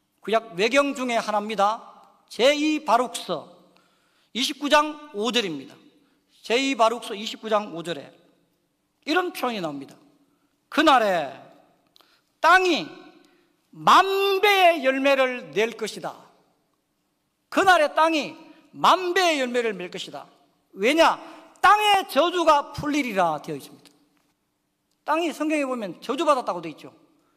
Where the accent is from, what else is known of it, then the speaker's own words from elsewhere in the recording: Yeongcheon, North Gyeongsang, South Korea; 제가 영천 사람인데